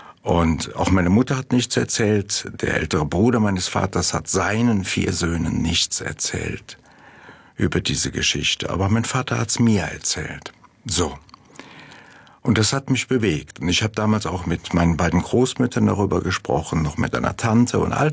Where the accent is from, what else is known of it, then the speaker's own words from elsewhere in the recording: Eifel, Germany; Das Buch hat mir geholfen, ein Stück meinen Frieden zu machen mit einigen Menschen, mit meiner Heimatstadt.